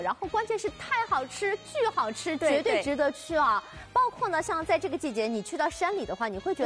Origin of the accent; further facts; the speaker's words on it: Shanghai, China; 我们上海人